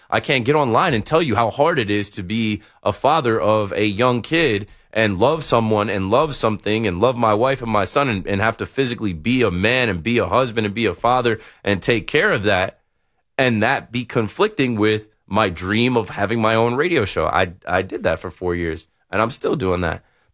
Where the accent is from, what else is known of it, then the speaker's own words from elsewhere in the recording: New Jersey, United States; I'm not from New York. I'm from New Jersey.